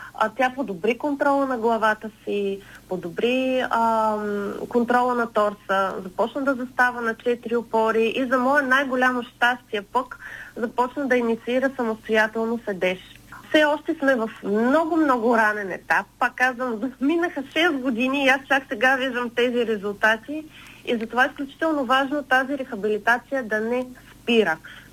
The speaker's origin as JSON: {"language": "Bulgarian", "town": "Plovdiv", "region": "Plovdiv Province", "country": "Bulgaria", "tie": "born or raised there", "also_born_or_lived": "Sofia", "moved": "as an adult", "said": "родом сме се от Пловдив, защото аз, мъжа ми и цялото ни семейство сме пловдивчани. Просто с течение на годините отидохме да живеем в друг град."}